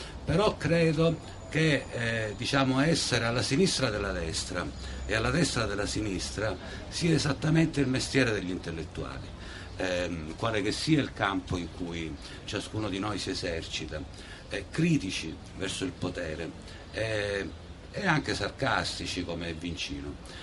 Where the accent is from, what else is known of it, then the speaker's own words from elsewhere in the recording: Messina, Sicily, Italy; io sono di Messina, no? E si dice dei messinesi che siano buddaci.